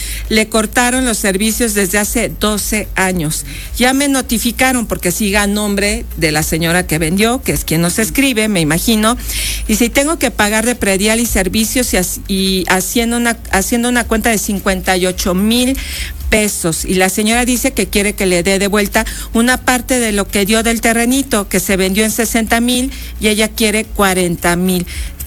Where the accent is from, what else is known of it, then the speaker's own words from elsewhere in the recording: Puebla, Mexico; Estar orgullosos como mexicanos, mexicanas y poblanas en este caso.